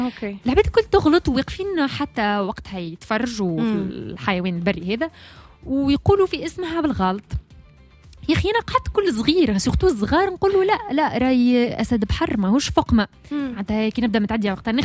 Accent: Tunisia; عندنا في تونس

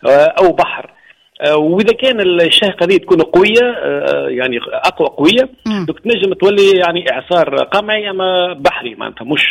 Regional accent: Menzel Fersi, Monastir Governorate, Tunisia; منزل فارسي، مش بعيد برشا اللي هي معناتها مدينتي

